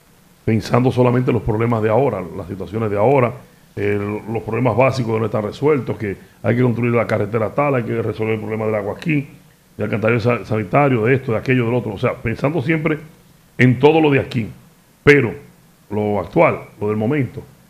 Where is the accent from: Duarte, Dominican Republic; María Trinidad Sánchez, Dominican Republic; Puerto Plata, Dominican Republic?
Puerto Plata, Dominican Republic; los puertoplateños